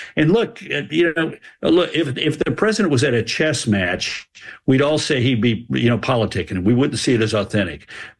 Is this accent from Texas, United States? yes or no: yes; Texas, United States; I'm a Texas man. By God, I'm for anything from Texas.